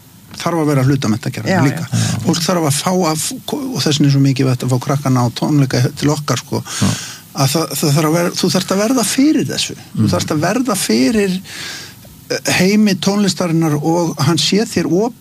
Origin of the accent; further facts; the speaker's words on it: Garðabær, Capital Region, Iceland; Ég kem úr Garðabænum þar sem var alltaf mikilvægt í félagsmiðstöðuna að það væri æfingahúsnaði annarkvort niður í kjallara eða einhverstaður út í bæ